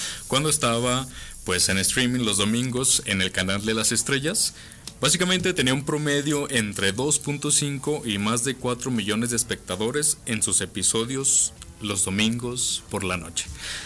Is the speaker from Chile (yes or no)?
no; Mexico; Entonces somos los mexicanos, ¿no? Nos aventamos el tiro